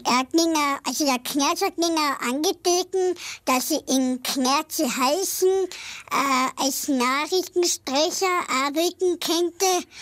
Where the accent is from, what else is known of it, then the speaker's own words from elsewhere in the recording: St. Kanzian, Carinthia, Austria; St. Leibniz, St. Kanzian.